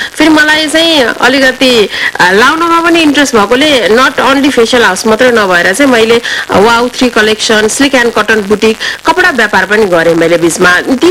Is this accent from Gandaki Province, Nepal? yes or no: no; Kathmandu, Bagmati, Nepal; म प्योर नेवारको छोरी … तर मेरो घरको वातावरण नेवारपन कम थियो।